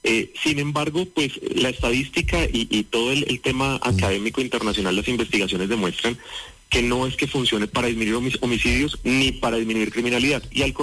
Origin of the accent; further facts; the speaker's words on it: Colombia